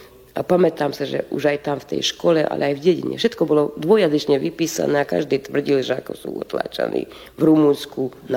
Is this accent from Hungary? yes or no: yes; Hungary; also born or lived in Slovakia; Tak ja ti musím povedať úprimne, že ja som to, že ja som Slovenka tu v Maďarsku necítila. Ja som to pocítila až na Slovensku.